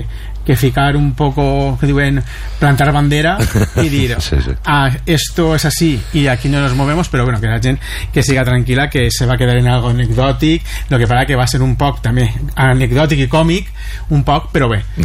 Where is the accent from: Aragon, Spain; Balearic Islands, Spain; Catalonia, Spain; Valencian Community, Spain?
Valencian Community, Spain; Nules; conforme som la gent de Nules, voluntariosos, treballadors